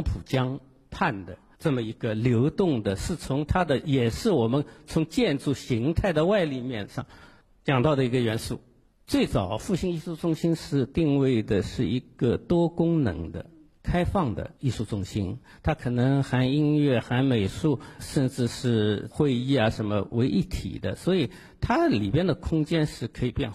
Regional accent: Shanghai, China; 在里边我们上海人叫很服帖

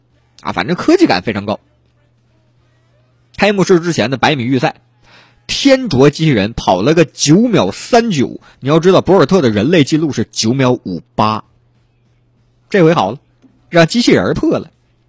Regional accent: Northeast China, China; accent: Northeastern; now in Hunan, China; 现在身边很多朋友都已经忘记了我是个东北人这件事了，虽然他们听口音还会想起来啊，但是因为我现在已经常年在这边生活了，定居了啊，天天吃着这个湖南菜，喝着湘江水

